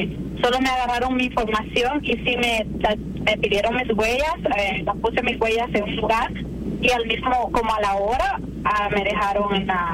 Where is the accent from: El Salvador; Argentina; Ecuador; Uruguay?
El Salvador; Salvador.